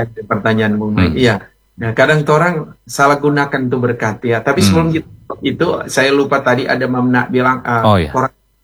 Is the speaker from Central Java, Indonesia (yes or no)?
no; Manado, North Sulawesi, Indonesia; Meskipun kita orang Manado, Mike. Iya, dapat rasanya nyenda enak dang, ya.